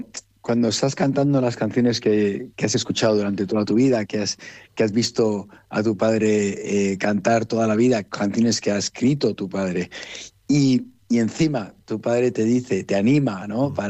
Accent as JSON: {"language": "Spanish", "country": "Spain", "said": "Y ahora tengo la gran suerte de poder cantarlas y poder traérselas a la gente aquí en mi tierra."}